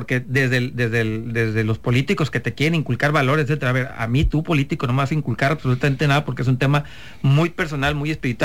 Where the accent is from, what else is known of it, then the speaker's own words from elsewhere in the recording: Sinaloa, Mexico; hablo de Sinaloa específico, donde los sinaloenses